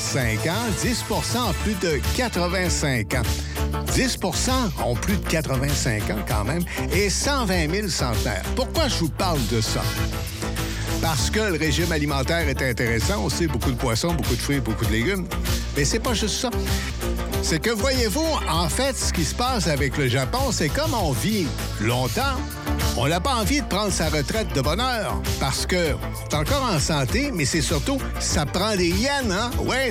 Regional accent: New Brunswick, Canada; chez nous, au Nouveau-Brunswick

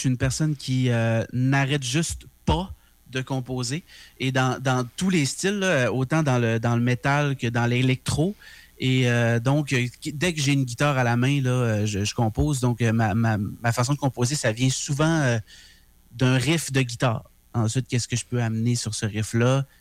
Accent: Alma, Quebec, Canada; moved away as an adult; also born or lived in Saint-Gédéon, Quebec; j'ai déménagé à Alma quand j'avais 5 ans, mais je suis né à Saint-Gédéon-de-Grandmont, qui est encore plus fondrant au lac.

